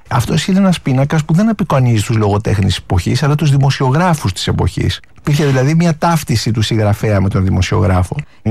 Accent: Patras, Western Greece, Greece; born there

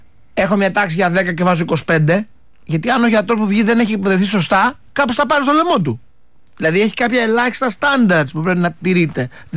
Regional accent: Kastoria, Western Macedonia, Greece

